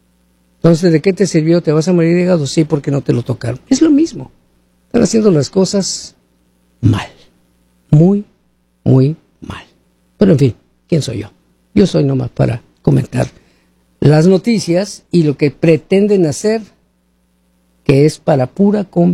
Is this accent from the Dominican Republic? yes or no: no; Mexico; now in United States; Porque nosotros los mexicanos somos norteamericanos también.